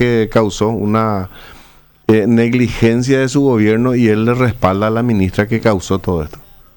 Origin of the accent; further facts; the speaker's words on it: Paraguay; como paraguayo nos hizo mucho daño a muchos.